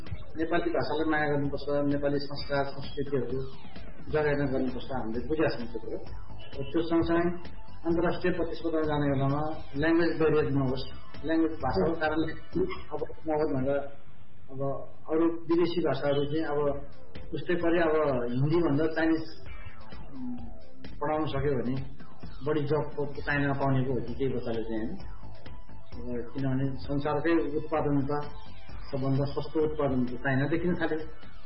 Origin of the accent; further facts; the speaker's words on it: Gurung area, Nepal; accent: Gurung-influenced Nepali; first language Gurung; Nepali is a second language; मेरो मातृभाषा गुरुङ कारणले मेरो भाषामा बढी आकार प्रयोग हुन्छ, त्यसैले मैले बोल्दाखेरि पनि अलिअलि बिग्रिन्छ